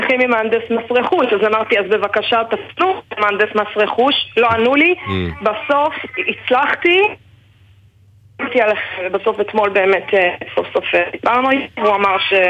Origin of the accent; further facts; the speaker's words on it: Rishon LeZion, Central District, Israel; זה הבית של ההורים שלי, הבית שגדלתי בו